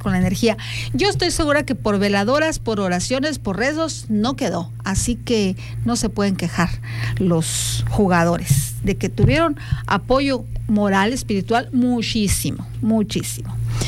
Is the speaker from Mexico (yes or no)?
yes; Mexico; así somos los mexicanos